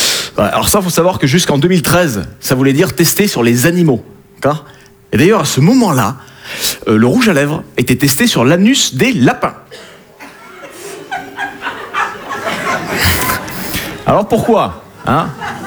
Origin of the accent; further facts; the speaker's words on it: south of France, France; Hein, je viens du sud de la France.